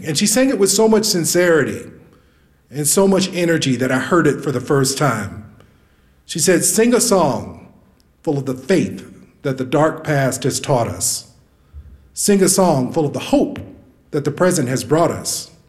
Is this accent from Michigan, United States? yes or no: no; Kansas City, Kansas, United States; I said, I'm from Kansas City, Kansas.